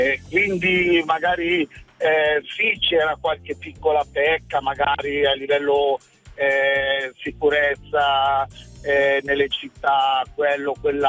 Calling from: Monza, Lombardy, Italy; 35 anni, sono di Monza

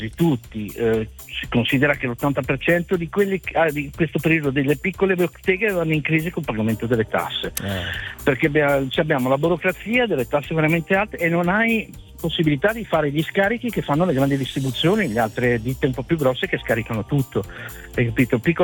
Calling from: Milan, Lombardy, Italy; Milano. Milano.

